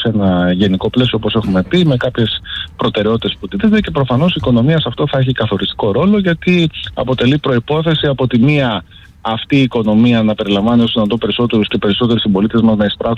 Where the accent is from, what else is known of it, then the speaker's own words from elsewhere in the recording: Kalavryta, Western Greece, Greece; Την Αχαΐα την αγαπώ, η καταγωγή μου είναι από τα Καλάβρητα.